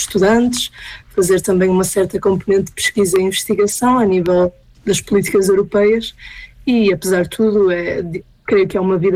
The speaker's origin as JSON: {"language": "Portuguese", "area": "Ponte da Barca, Arcos de Valdevez", "region": "Norte", "country": "Portugal", "tie": "born or raised there", "moved": "as an adult", "said": "na zona de Ponte da Barca, Arcos de Valdevez, de onde eu sou natural"}